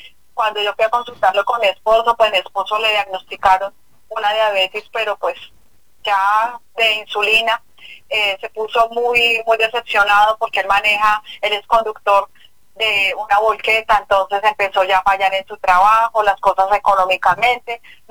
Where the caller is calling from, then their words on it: Duitama, Boyacá, Colombia; Yo estoy llamando aquí de Duitama, Boyacá.